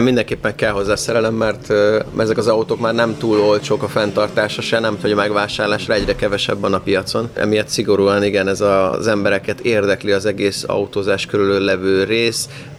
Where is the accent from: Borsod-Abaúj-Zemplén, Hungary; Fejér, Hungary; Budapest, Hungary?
Budapest, Hungary; mi budapestiek vagyunk